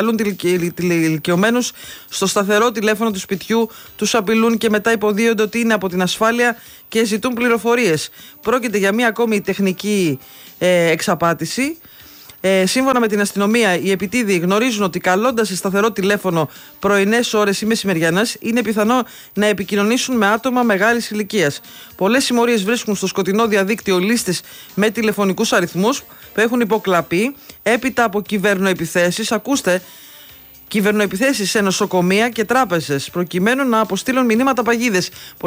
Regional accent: Greece; βλέπει το διαβατήριο και μόλις βλέπει ότι είμαι Ελληνίδα

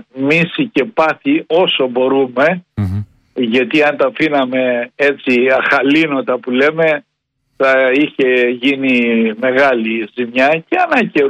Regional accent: Crete, Greece; Θα το καταλάβει ο οποιοσδήποτε επισκέπτης από την πρώτη φορά που θα πατήσει τα πόδια του στο νησί μας.

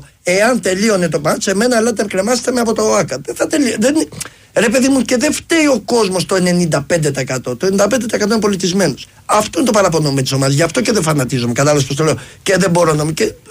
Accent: Amaliada, Western Greece, Greece; Από την Αμαλιάδα, βασικά με την Κυλλίνη. Σαροχώρη της Κυλλίνης.

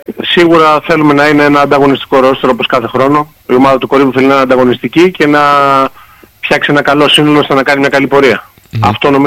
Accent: Pyrgos, Western Greece, Greece; Εγώ από τον Πύργο. Είμαι στον Πύργο.

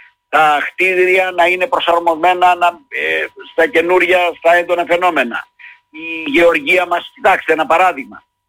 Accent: Perachori, Crete, Greece; born or raised there

